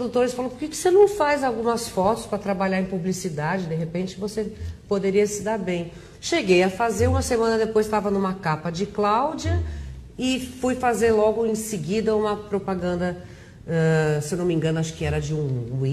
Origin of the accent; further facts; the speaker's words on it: Campinas, São Paulo, Brazil; also born or lived in Rio de Janeiro; Sou nascida no Rio de Janeiro, pais alemães, imigrantes, né, pós-guerra. E me criei em Campinas, né?